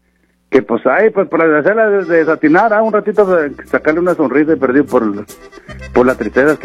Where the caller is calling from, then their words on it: Torreón, Coahuila, Mexico; Yo soy acá de Torreón, Coahuila, por acá.